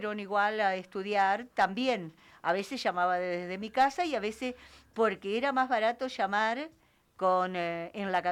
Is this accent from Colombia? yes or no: no; Entre Ríos, Argentina; now in Río Gallegos, Argentina; Cuando yo vine de Entre Ríos acá a Río Gallegos era por carta la comunicación.